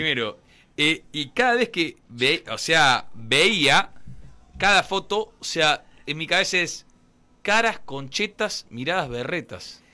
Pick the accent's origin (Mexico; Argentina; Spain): Argentina; soy argentino.